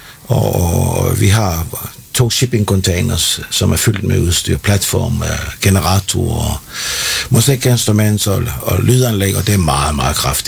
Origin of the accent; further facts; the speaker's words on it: Capital Region of Denmark, Denmark; Altså, jeg er fiskesøn fra Bornholm. Og som dreng så tog jeg også ude i robåden med pilken, ikke?